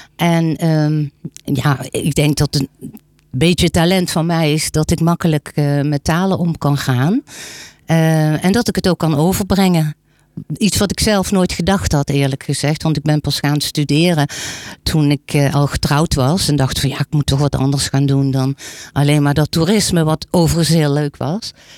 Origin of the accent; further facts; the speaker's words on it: Limburg, Netherlands; Duits heb ik gekozen omdat ik uit Limburg kom en het Limburgse dialect natuurlijk heel erg op het Duits lijkt.